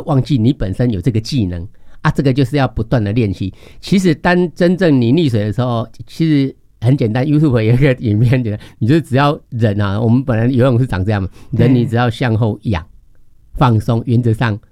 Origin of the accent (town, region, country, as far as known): Taiwan